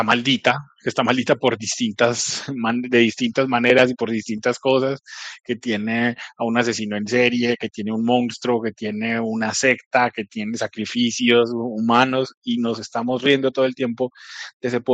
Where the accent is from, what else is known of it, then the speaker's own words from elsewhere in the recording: Colombia; como decimos en Colombia